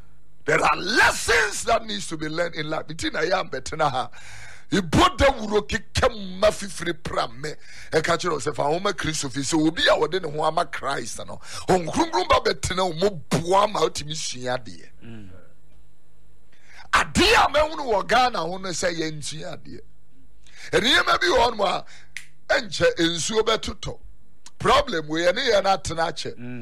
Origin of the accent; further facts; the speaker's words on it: Accra, Greater Accra, Ghana; I'm a abuame. I was born in Accra, so I see myself more as a girl than a kwewu person.